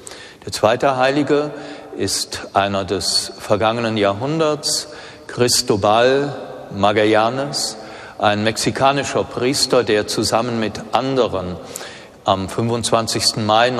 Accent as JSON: {"language": "German", "region": "Eifel", "country": "Germany", "said": "Er trat schon recht früh bei den Prämonstratensern im Kloster Steinfeld aus meiner Heimat, der Eifel"}